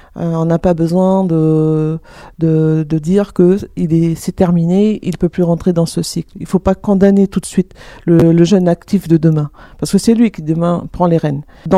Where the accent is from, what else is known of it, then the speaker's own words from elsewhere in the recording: Mont-Dore, South Province, New Caledonia; moi, je viens de la tribu de la Conception, donc la commune du Mont d'Or.